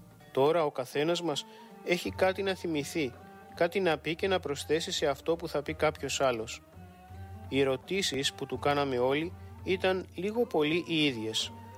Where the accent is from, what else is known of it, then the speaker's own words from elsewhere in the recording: Chios, North Aegean, Greece; also born or lived in Çeşme; Γεννήθηκα στον Τσεσμέ, Κρίνη κατά το Ελληνικόν, της Μικράς Ασίας, απέναντι από την Χίο. Δεν έζησα όμως καθόλου εκεί. Μουρουδάκι με πήρε η μάνα μου στον πρώτο διωγμό το 1914 και ήλθαμε στη Χίο.